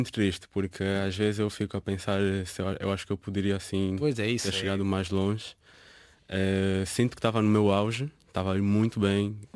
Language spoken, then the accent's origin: Portuguese; Luanda, Angola; cresci num bairro um pouco muito, muito pobre, que é o bairro Prenda.